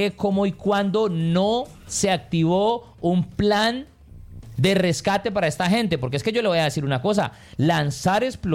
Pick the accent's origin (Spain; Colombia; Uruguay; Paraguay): Colombia